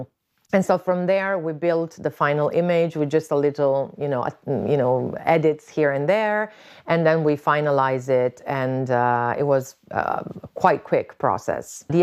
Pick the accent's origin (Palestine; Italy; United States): Italy; Milan, Lombardy; I am an artist from Milano, Italy.